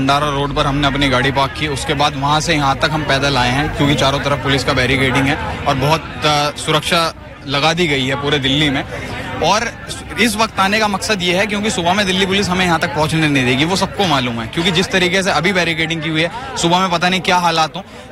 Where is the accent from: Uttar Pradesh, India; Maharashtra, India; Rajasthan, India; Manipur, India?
Uttar Pradesh, India; मैं उत्तर प्रदेश का नागरिक हूँ, लेकिन ओखला से मैं आया हूँ।